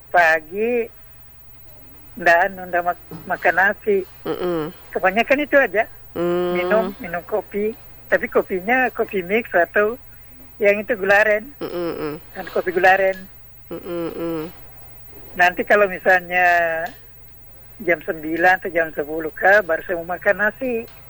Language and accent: Indonesian; Soppeng, South Sulawesi, Indonesia; moved away; waktu saya tinggal di kampung saya itu di Sopeng